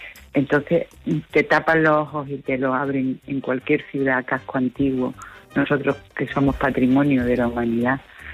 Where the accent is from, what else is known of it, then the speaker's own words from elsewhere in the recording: Cádiz, Andalusia, Spain; Porque como soy de Cádiz, pues no me resulta muy difícil sentarte en un bar, hablar con la gente